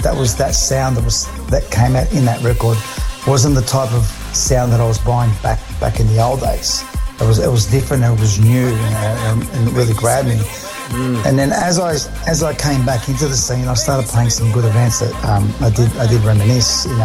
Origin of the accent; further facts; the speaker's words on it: Albania; I'm from the Balkans. I'm Albanian.